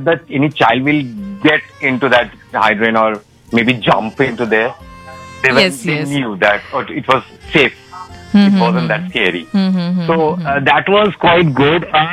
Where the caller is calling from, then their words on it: Belgharia, West Bengal, India; I'm calling from Belgoria.